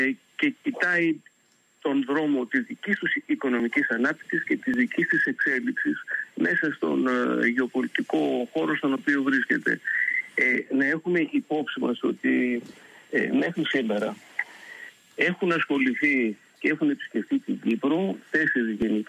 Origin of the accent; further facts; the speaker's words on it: Greece; «Καλημέρα σας, τι κάνετε, είμαι ο Έλληνας πρέσβης. Σας ζητώ συγγνώμη εκ μέρους της χώρας μου για ό,τι σας κάναμε».